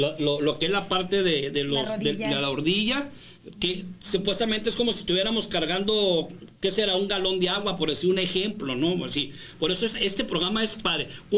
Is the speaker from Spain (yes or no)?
no; Mexico; nosotros los mexicanos